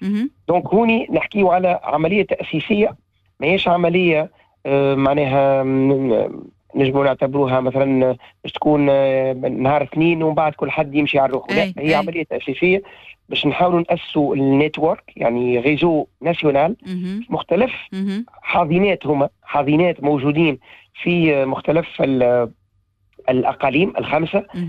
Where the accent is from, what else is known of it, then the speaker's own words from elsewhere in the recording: Tunisia; فخر لينا كتوانسة